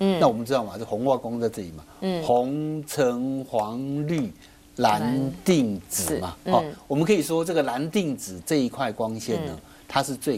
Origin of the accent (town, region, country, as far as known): Taiwan